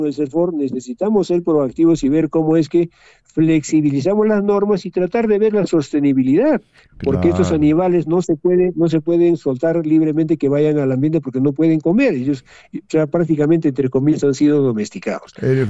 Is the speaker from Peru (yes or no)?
yes; Peru; El tema es que como peruanos y autoridades busquemos las mejores salidas